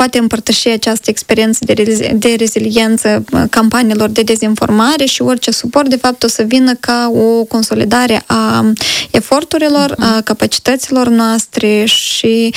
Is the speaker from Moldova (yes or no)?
yes; Moldova